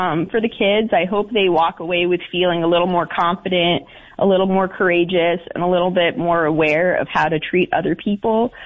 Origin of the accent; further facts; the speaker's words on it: Windsor, Ontario, Canada; moved away; I grew up in Windsor